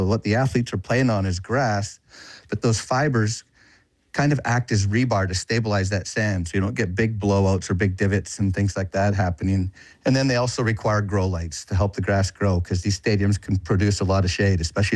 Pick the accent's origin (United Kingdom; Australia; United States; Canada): Canada; I'm an avid fan, and I'm a Canadian, so I'll be cheering for several teams